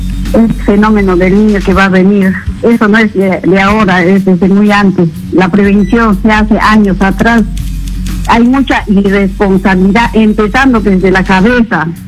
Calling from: Iquitos, Loreto, Peru; Estoy llamando desde Iquitos.

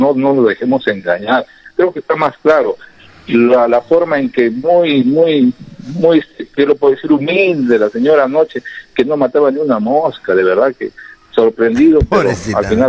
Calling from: Peru; todos somos peruanos.

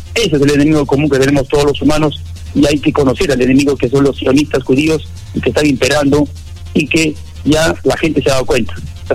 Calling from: Cocachacra, Arequipa, Peru; soy de aquí de Valle Tambo, la provincia de Islay, de Cocachacra.

